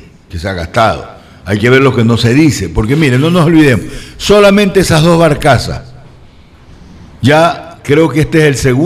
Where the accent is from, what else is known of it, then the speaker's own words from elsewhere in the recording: Manabí, Ecuador; Nos alegramos como ecuatorianos que somos, como hombres de bien, que somos los manavitas